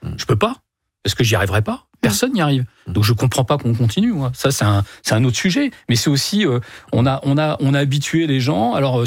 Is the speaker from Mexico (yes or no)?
no; Hauts-de-France, France